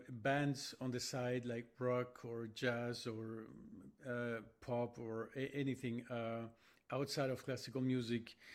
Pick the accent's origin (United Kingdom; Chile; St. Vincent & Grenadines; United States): Chile; now in Montreal, Canada; growing up in Chile.